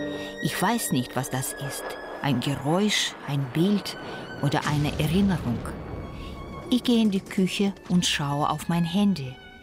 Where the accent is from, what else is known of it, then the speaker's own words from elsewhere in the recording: Moscow, Russia; now in Hamburg, Germany; Eltern kommen aus 2 kleinen Städten in der Nähe von Kiew. Ich bin in Moskau aufgewachsen und lebe seit vielen Jahren in Hamburg.